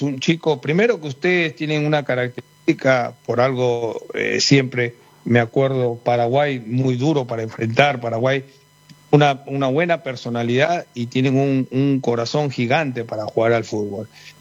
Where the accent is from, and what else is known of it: Peru; now in England, United Kingdom